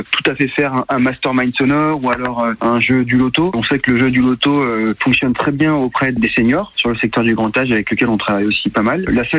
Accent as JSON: {"language": "French", "town": "Saint-Étienne", "region": "Auvergne-Rhône-Alpes", "country": "France", "said": "À côté de Saint-Etienne, puisque nous, on est de Saint-Etienne."}